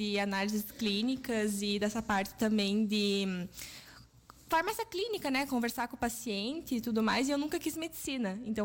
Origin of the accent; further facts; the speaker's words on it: Soledade, Rio Grande do Sul, Brazil; Sou aqui de Soledade, moro aqui com muito orgulho.